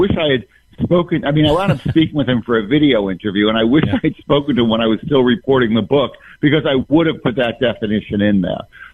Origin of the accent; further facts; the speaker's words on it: New Jersey, United States; I grew up in New Jersey, you know, in Bergen County. Jewish, you know, grew up in a Jewish neighborhood where there was always gambling around.